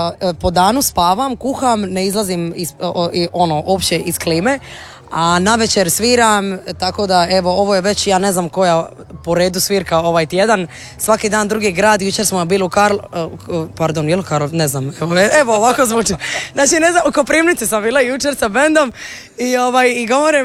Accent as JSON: {"language": "Croatian", "town": "Sinj", "region": "Split-Dalmatia County", "country": "Croatia", "said": "Ja sam iz Sinja"}